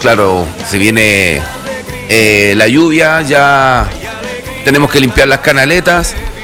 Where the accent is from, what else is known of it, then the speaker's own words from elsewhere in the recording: Chile; así somos, así el chileno.